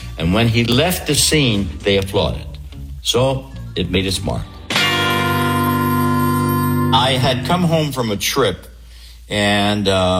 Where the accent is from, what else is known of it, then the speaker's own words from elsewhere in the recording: Philadelphia, Pennsylvania, United States; a kid that I grew up with in South Philly, a lot of Italian kids